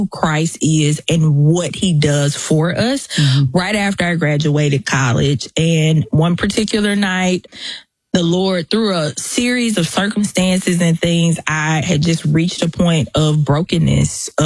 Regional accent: Mississippi, United States; born or raised there; accent: Southern

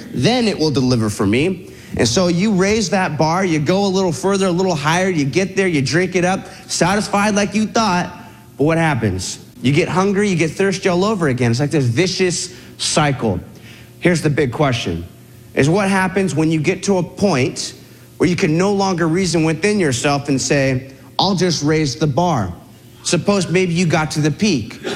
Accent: Huntington Beach, California, United States; And I think we stashed the other one in my dad's garage in my hometown. So I get stitched up by the dock in Coronado, San Diego, and I go, I'm gonna go back and go drink that other keg of beer. So I make my way back to Huntington.

